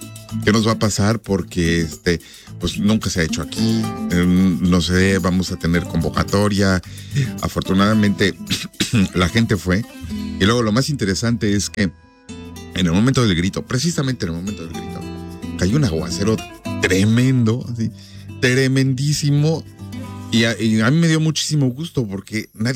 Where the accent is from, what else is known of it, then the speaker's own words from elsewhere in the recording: Mexico; now in Omaha, United States; nosotros como mexicanos, la comunidad mexicana, somos parte de la ciudad, somos parte de aquí